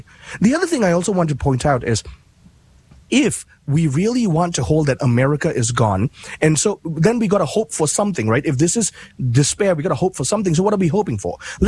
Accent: Malaysia; now in United States

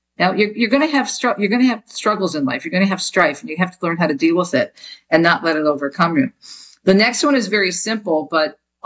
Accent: Jersey City, New Jersey, United States; born or raised there

